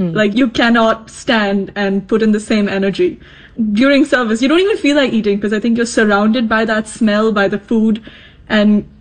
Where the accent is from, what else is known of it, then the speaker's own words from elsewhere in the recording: Bangalore, Karnataka, India; moved away as an adult; also born or lived in France / Belgium / Netherlands; I'm from Bangalore, India, but I spent most of my time working all over Europe. So I was in France for a good while, then I was in Belgium and the Netherlands as well for a bit, and I recently moved back to India.